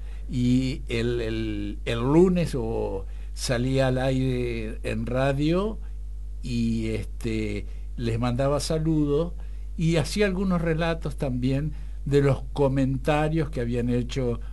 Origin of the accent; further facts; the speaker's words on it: General Villegas, Buenos Aires Province, Argentina; nosotros somos de Villegas